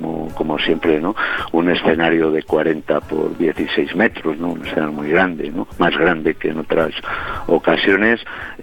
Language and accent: Spanish; Castile and León, Spain; a los que además somos de Gredos